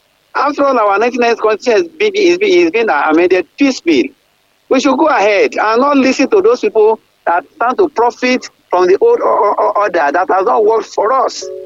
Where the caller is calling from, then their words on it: Iwo, Osun, Nigeria; from Iwo.